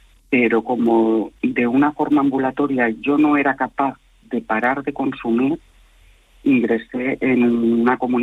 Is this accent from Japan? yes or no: no; Madrid, Community of Madrid, Spain; now in Zaragoza, Spain; Pues yo vivo en Zaragoza, pero soy de Madrid y mi familia vive en Madrid.